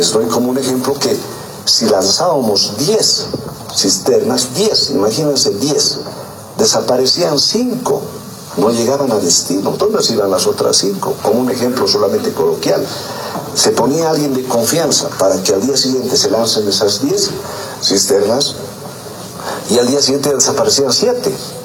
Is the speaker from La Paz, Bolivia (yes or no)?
yes; Carabuco, La Paz, Bolivia; llegando a Carabuco, que es el lugar de mi pueblo, de mi comunidad.